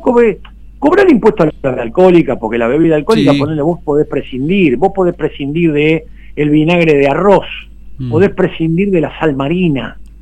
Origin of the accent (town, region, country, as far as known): Argentina